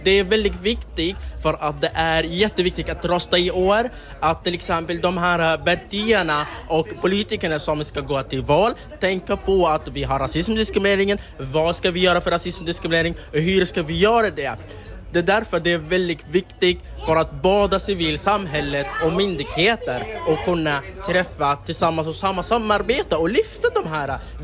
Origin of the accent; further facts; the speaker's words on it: Sweden; Vi måste ta bort vem och dem. Vi är vi. Vi är vi. Vi är svenskar.